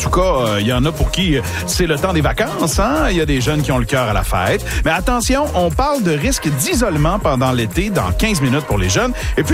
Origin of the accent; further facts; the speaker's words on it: Saguenay, Quebec, Canada; C'est là que tu viens de Montréal et que nous, on a grandi au Saguenay.